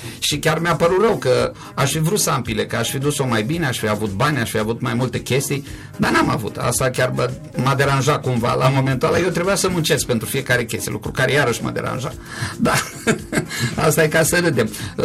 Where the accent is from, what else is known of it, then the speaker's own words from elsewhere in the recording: Iași, Iași County, Romania; eu sunt ieșean la origine